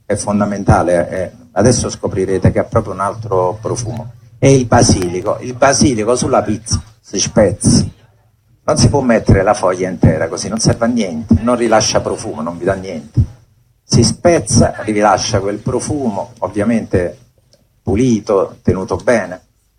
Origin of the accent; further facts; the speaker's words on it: Naples, Campania, Italy; io non sono italiano, io sono napoletano, dico sempre